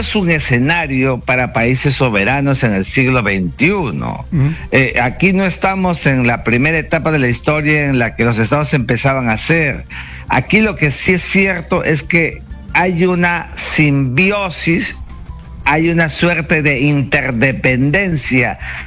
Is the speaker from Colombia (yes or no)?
no; Peru